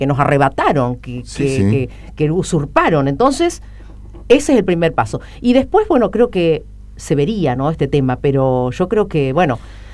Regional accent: Argentina

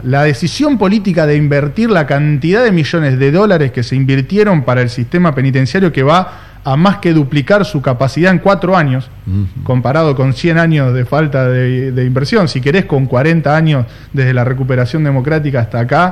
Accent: Rosario, Santa Fe, Argentina; nuestra calidad de vida como rosarinos

